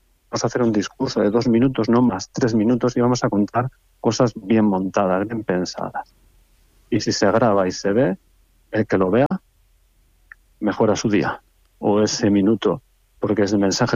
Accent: Galicia, Spain; preciosísima la ciudad. Nosotros venimos de Galicia, imagínate.

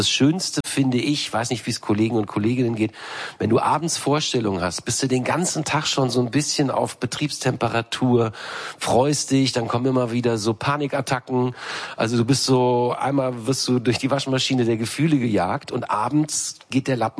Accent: Düsseldorf, North Rhine-Westphalia, Germany; now in Berlin, Germany; Ich bin Düsseldorfer, ja. Mhm. Ich bin Wahlberliner, seit 90.

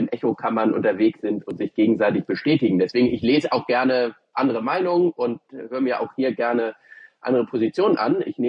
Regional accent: Hamburg, Germany; Da blutet mir manchmal das Herz als Hamburger, dass viele Hamburg gar nicht so kennen.

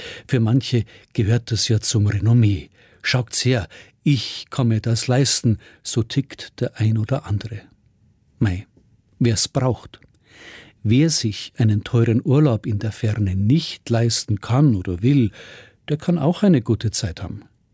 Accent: Bavaria, Germany; Bei uns daheim in Bayern ist es auch schön.

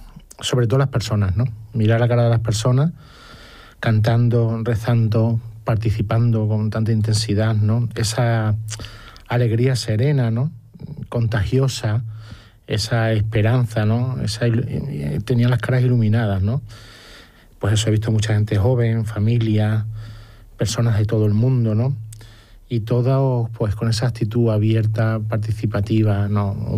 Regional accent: Extremadura, Spain; Como extremeño, fundamentalmente con Fray José.

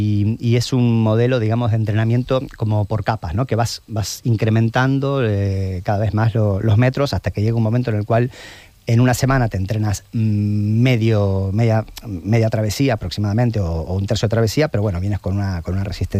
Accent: Argentina; Claro, emocionalmente para mí, que siendo argentino, es muy fuerte, ¿no?

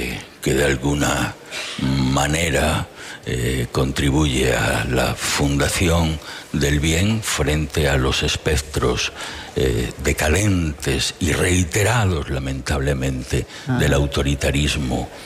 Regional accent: Villafranca, Spain; un poema que escribí en mi pueblo, en Villafranca

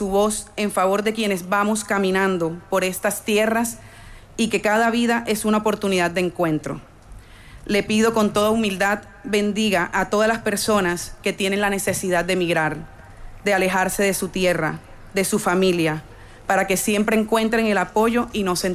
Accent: Colombia; moved away as an adult; Soy colombiana con 48 años. Llegué hace 3 años dejando a mi familia y a mi hijo

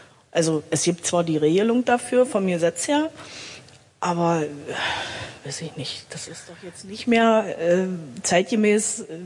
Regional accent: Rottleben, Germany; also born or lived in Roßlau; Seit der Geburt. Also in Roßlau geboren, in Rottleben aufgewachsen.

